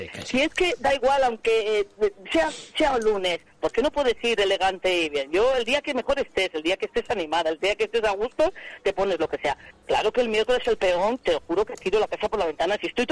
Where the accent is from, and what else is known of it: Soria, Castile and León, Spain